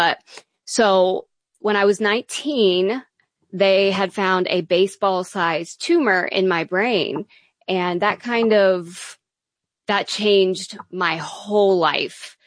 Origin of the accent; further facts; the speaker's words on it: Oklahoma, United States; I grew up in Oklahoma, where all the cows are and the football. Small town, very small town, Oklahoma.